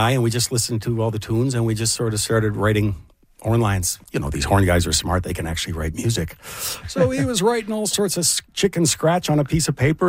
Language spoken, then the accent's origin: English; Whitehorse, Yukon, Canada; Growing up in Whitehorse, there's not really a lot you can do up there. It's cold a lot of the time